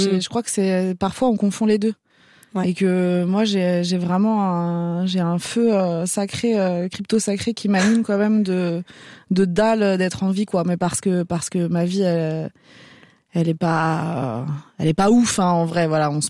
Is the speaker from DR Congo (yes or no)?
no; Algeria; born there; je suis née en Algérie pendant la guerre civile